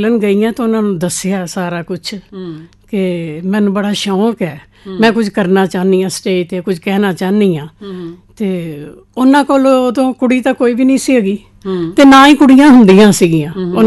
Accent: Amritsar, Punjab, India; ਮੈਂ ਅੰਮ੍ਰਿਤਸਰ ਵਿੱਚ ਹੀ ਜੰਮੀ ਅਤੇ ਅੰਮ੍ਰਿਤਸਰ 'ਚ ਹੀ ਵੱਡੀ ਹੋਈ ਹਾਂ।

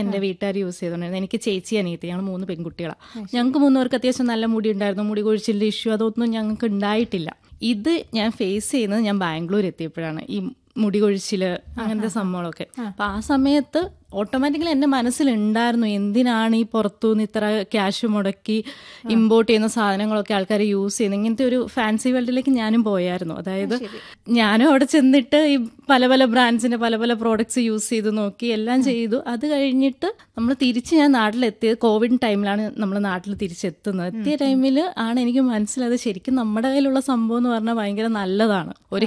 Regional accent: Idukki, Kerala, India; moved away as an adult; also born or lived in Kottayam / Bangalore; ഞാൻ വരുന്ന ഇടുക്കിയിൽ നിന്നാണ്. അപ്പം ഇടുക്കി എന്ന് പറഞ്ഞിട്ടുണ്ടെങ്കിൽ നമുക്കറിയാലോ എല്ലാവിധ ഔഷധ സസ്യങ്ങളും എല്ലാ കാര്യങ്ങളുമായിട്ട് സമ്പന്നമായിട്ടുള്ളൊരു സ്ഥലമാണ് ഇടുക്കി. അപ്പോൾ ഞാൻ പഠിച്ചത് കോട്ടയത്താണ്.

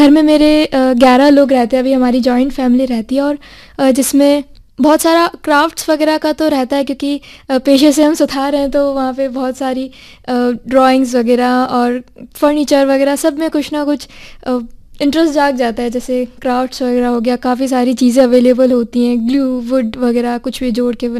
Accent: Udaipur, Rajasthan, India; मैं वैसे उदयपुर की ही रहने वाली हूँ और मैंने अपनी स्कूलिंग गुरु नानक से की है

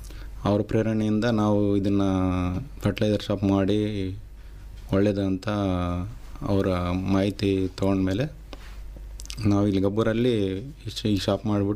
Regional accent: Maladakal, Karnataka, India; also born or lived in Bengaluru; now in Gabbur, India; ಮೂಲತಃ ಮಲದಕಲ್ ನಿವಾಸಿ.

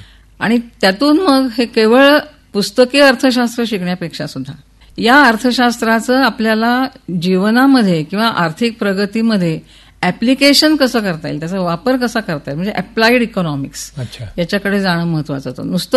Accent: Pune, Maharashtra, India; now in Satara, India; म्हणजे मी लग्न करून पुण्याहून साताऱ्यात आले आणि आनंदात होते, सातारा मला आवडत होते

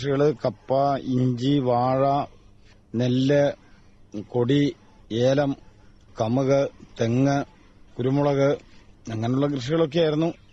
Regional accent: Kunchithanni, Kerala, India; born there; Kunchithanni government ഹൈസ്കൂളിലായിരുന്നു വിദ്യാഭ്യാസം.

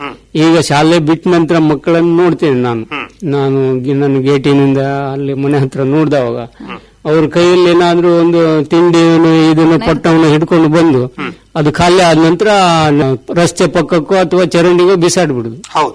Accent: Siddapur, Karnataka, India

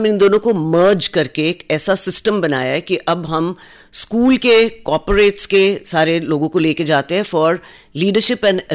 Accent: Shimla, Himachal Pradesh, India; अगर मैं एक छोटा शिमला से आई, कहाँ कहाँ तक की चीज़ें कर पाया हूँ

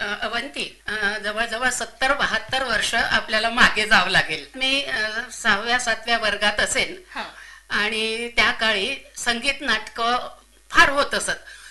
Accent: Daryapur, Maharashtra, India; मी दर्यापूरची आहे

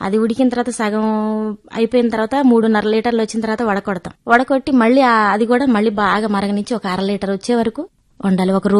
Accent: Kondapalli, Andhra Pradesh, India

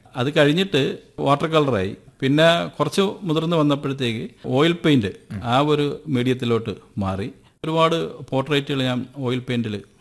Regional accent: Hariharapuram, Kerala, India; ഇങ്ങനെയുള്ള ഒരു പ്രകൃതി രമണീയമായ ഹരിഹരപുരം എന്ന എന്റെ ഗ്രാമത്ത് ജനിച്ചു വളർന്നതിന്റെ ആ ഗുണം കൂടി എനിക്ക് തീർച്ചയായിട്ടും

